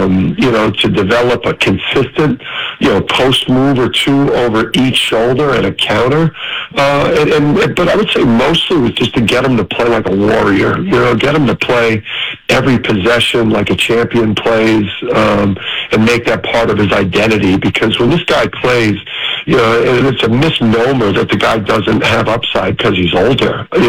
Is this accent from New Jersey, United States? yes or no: yes; New Jersey, United States; I'm a hoops junkie, and I'm from Jersey.